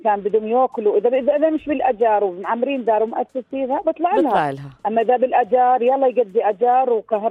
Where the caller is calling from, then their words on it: Irbid, Irbid Governorate, Jordan; كنافه نفيسه عندنا باربد هيها.